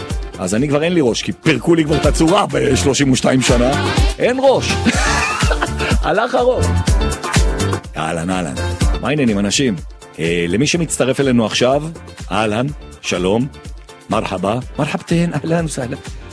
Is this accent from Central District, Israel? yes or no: no; Jerusalem, Jerusalem District, Israel; גם אני ירושלמי בכלל.